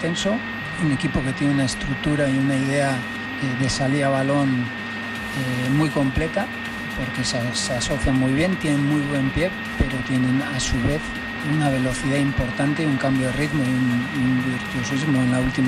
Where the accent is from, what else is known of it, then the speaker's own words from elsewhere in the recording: Basque Country, Spain; Por ser vasco es un partido especial, no lo voy a negar. Como vasco siempre he tenido cariño a todos los equipos vascos.